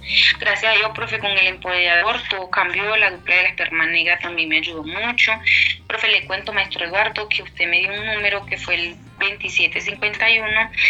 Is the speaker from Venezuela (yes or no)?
yes; Venezuela; Yo soy venezolana, vivo acá desde antes de la pandemia.